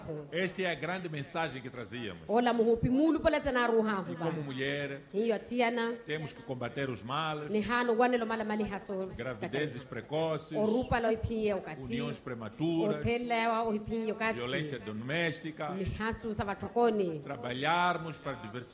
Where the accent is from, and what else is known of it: Mozambique